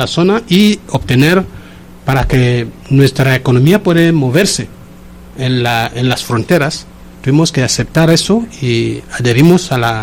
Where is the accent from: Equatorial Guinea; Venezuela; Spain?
Equatorial Guinea